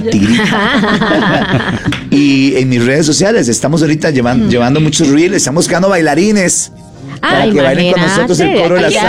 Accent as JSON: {"language": "Spanish", "region": "Guanacaste", "country": "Costa Rica", "tie": "born or raised there", "moved": "yes", "lives_now": "San José, Costa Rica", "said": "de mi pueblito, Guanacaste."}